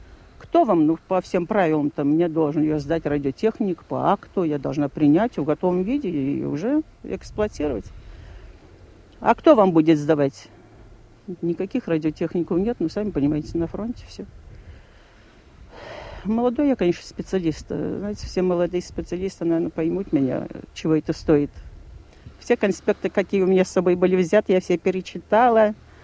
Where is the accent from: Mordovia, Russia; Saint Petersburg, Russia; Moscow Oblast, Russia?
Saint Petersburg, Russia; moved away; Я говорю, из Ленинграда.